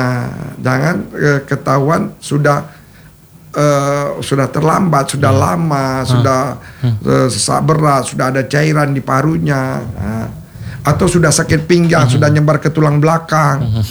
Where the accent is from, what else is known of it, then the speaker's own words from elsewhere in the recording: Aceh, Indonesia; memang orang kita Aceh